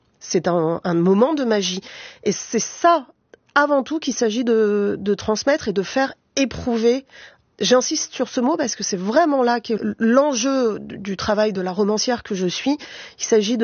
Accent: Paris, Île-de-France, France; Tu viens d'où ? Bon, bah, je viens d'un certain quartier de Paris.

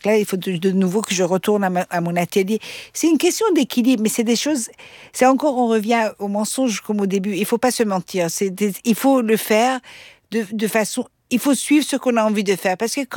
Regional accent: Austria; first language Persian; French is a second language; Je parlais le persan, mes parents ils m'ont mis dans une école francophone, après j'ai grandi en Autriche

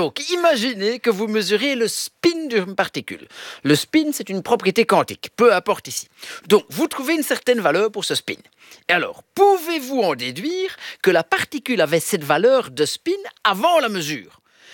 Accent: Milan, Lombardy, Italy; born there; quelque part je suis né à Milan.

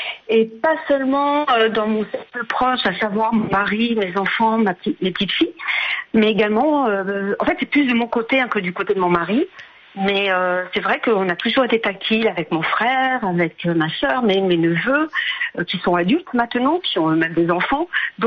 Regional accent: Paris, Île-de-France, France; Non, parce que je suis parisienne à

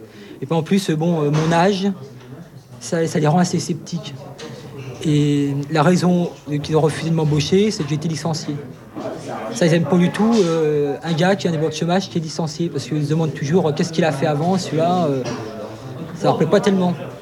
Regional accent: France; J'ai fait « Bah oui, je suis français, et en plus, je suis travailleur. »

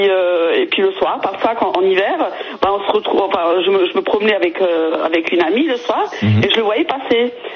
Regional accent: Forbach, Grand Est, France; now in Luxembourg; moi je suis venue de j'ai exilé de Forbach en 57 à Luxembourg, et puis grâce à ma sœur qui était femme de gendarme

